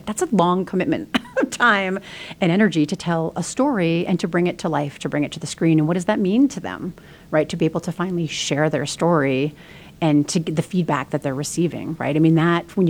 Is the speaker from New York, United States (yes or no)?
yes; New York, United States; I'm a New Yorker, so, you know, got to end with my hometown, start with my current hometown, and end with my birth hometown.